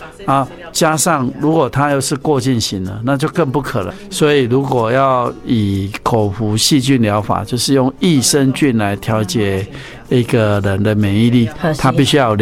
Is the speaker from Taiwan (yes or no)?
yes; Taiwan; 它根本不会定植在我们台湾人的肠道